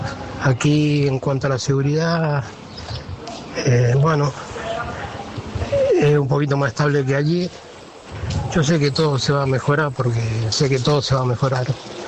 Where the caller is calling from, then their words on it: Vilanova i la Geltrú, Catalonia, Spain; de Barcelona, precisamente cerca de Siche, estoy al lado de Siches, en un pueblo llamado Vilanova y la Geltrú.